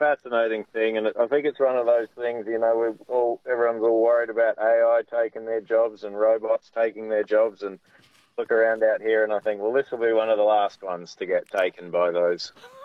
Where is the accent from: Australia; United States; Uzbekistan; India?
Australia; Perth, Western Australia; I'm from Perth originally.